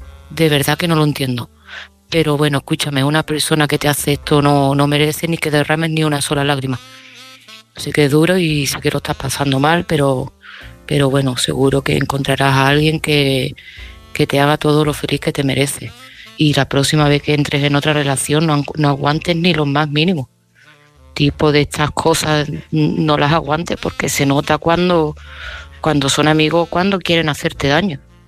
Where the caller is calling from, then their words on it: Seville, Andalusia, Spain; de Sevilla